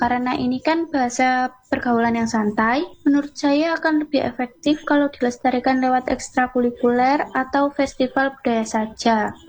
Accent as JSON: {"language": "Indonesian", "town": "Malang", "region": "East Java", "country": "Indonesia", "tie": "born or raised there", "said": "Jujur, walau saya asli Malang, saya merasa anak muda sekarang sudah jarang memakai Bosowalian dalam kehidupan sehari-hari."}